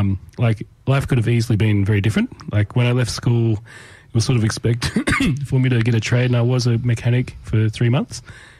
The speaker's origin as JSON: {"language": "English", "town": "Tamworth", "region": "New South Wales", "country": "Australia", "tie": "born or raised there", "said": "I grew up in Tamworth, yes."}